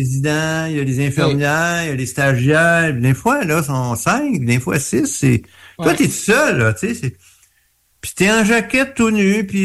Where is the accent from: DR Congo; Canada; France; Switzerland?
Canada; Montreal, Quebec